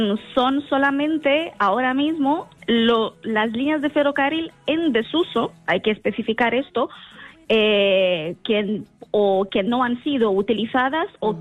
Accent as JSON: {"language": "Spanish", "country": "Italy", "moved": "yes", "lives_now": "Spain", "said": "porque yo soy italiana, pero vivo en España desde hace ya 17, 18 años"}